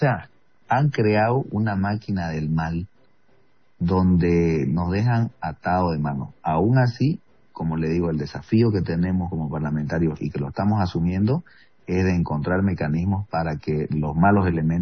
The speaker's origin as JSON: {"language": "Spanish", "country": "Bolivia"}